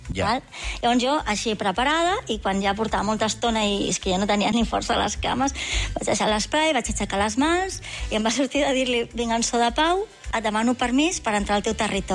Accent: Catalonia, Spain; Bueno, és que a Espanya, a la península, els dos que hi ha som catalans.

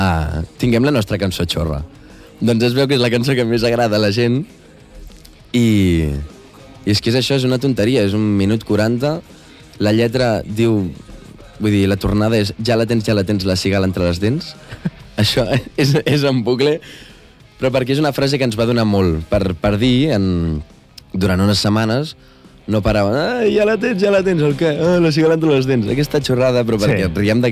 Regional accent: El Vendrell, Catalonia, Spain; el fet de ser de Vendrell de tota la vida

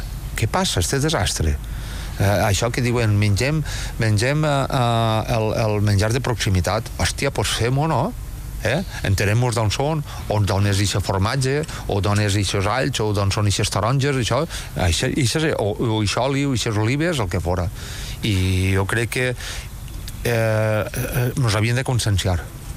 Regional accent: Valencian Community, Spain; Jo soc de la comarca de la Costera, la capital és Xàtiva, i bueno, ha sigut un poble llaurador tota la vida.

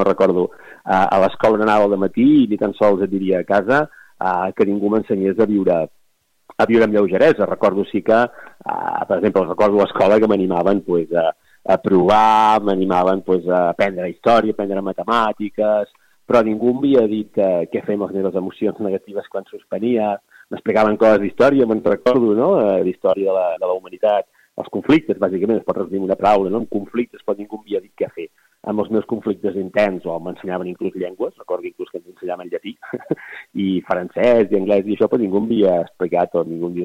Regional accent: Vic, Catalonia, Spain; jo sóc de Vic i tinc un centre aquí a Vic

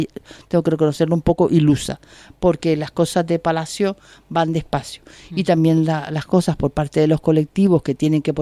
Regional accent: Santa Brígida, Canary Islands, Spain

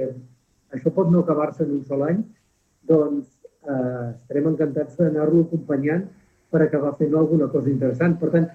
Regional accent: Camprodon, Catalonia, Spain; de Camprodon. Vaig néixer a Camprodon als quatre cantons. El que passa que vaig estudiar fora.

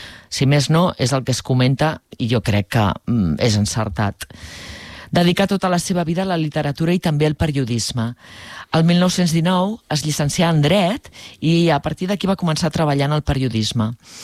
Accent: Palafrugell, Catalonia, Spain; also born or lived in Cadaqués; Cadaqués, on vivia, i Palafrugell, el meu poble natal

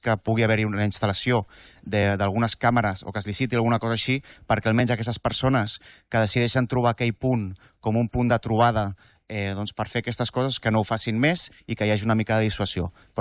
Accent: El Masnou, Catalonia, Spain; moved away as an adult; also born or lived in Teià; now in Premià de Mar, Spain; soc un veí d'aquí de Premià des de fa un any. Jo he viscut a Masnou i Tallà des de tota la vida. I bueno, vaig decidir canviar la meva residència aquí a Premià, doncs havent viscut a diversos llocs del món també.

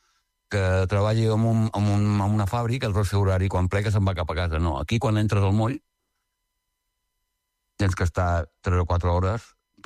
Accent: Vilanova i la Geltrú, Catalonia, Spain; soc de Vilanova

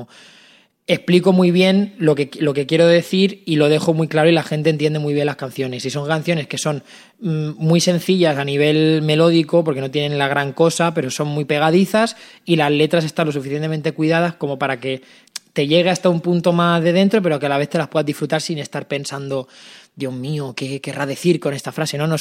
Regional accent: Castelldefels, Catalonia, Spain; now in Madrid, Spain; Yo voy a Madrid, vivo en Madrid, y cuando me preguntan, ¿tú eres de Barcelona? Y digo, bueno, yo soy de Castefa, la verdad.

